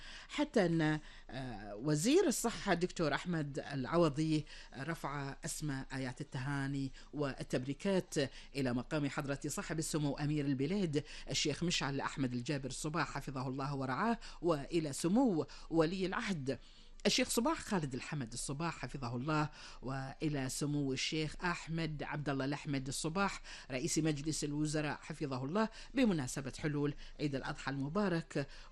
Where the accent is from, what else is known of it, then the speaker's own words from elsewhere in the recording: Kuwait; ديرتنا الحبيبة الكويت